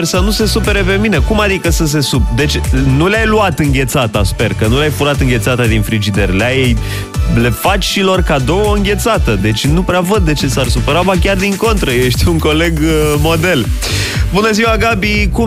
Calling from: Sibiu, Sibiu County, Romania; Așa, salut, Horia, sunt din Sibiu. La noi niciodată nu e bine.

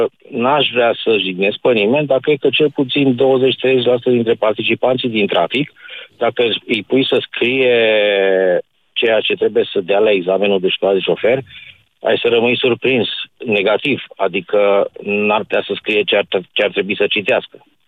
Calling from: Bucharest, Romania; că eu sunt din București

